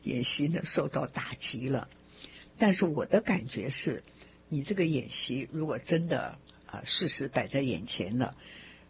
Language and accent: Chinese; Taiwan; 因为我来自台湾，我们知道台湾非常有名的裕隆汽车